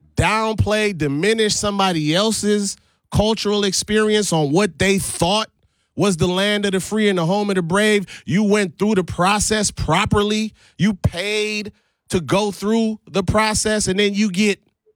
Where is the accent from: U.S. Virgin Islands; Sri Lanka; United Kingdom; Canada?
U.S. Virgin Islands; born there; I was born in the United States Virgin Islands because my mother, who was an immigrant, came to the country.